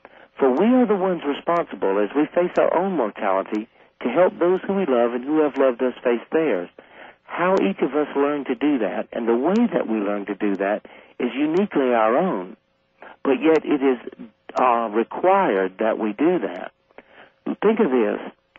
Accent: Deep South, United States; growing up in the Deep South.

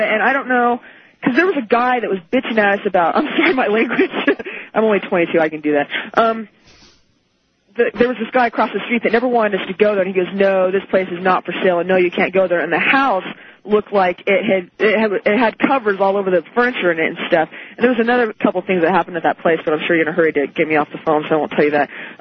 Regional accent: Susanville, California, United States; I'm from Susanville. You don't know where that is. It's by Reno.

